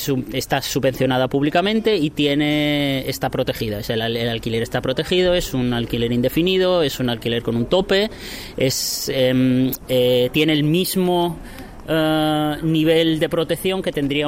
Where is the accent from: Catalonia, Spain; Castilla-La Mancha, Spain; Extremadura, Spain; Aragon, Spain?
Castilla-La Mancha, Spain; Puertollano; moved away as an adult; now in Vienna, Austria; Pues soy de Puerto Llano, de Ciudad Real, y vine, pues, la verdad es que un poco a la aventura. Yo vine para 6 meses, que quería hacer una especie como de 6 meses sabáticos de ver Europa y ver otro sitio. Vine para 6 meses y al final, pues, 20 años llevo aquí.